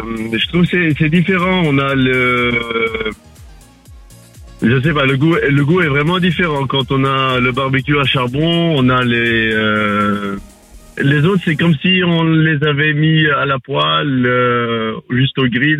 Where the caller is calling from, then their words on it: Thann, Grand Est, France; Alors, je suis à Tannes.